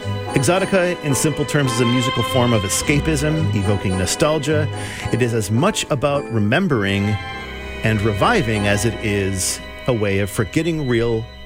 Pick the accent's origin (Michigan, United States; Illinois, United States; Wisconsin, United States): Michigan, United States; Lansing; In my hometown of Lansing, Michigan